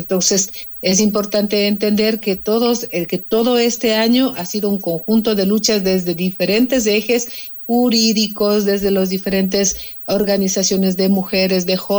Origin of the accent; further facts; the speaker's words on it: Otavalo, Imbabura, Ecuador; Solamente aclarándote que no soy de Cotacachi. Es de Cotacachi, es un pueblo vecino, hermano nuestro, pero yo soy de Otavalo.